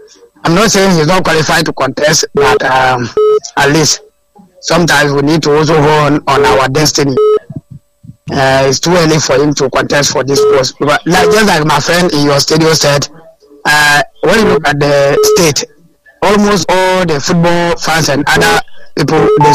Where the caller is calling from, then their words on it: Ghana; I'm calling from Bunklugu.